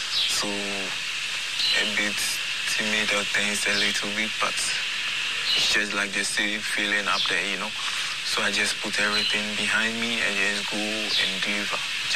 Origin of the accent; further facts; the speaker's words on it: Ghana; And of course, you know, as a Ghanaian, as a nation, they're expecting the boys to, you know, to do well.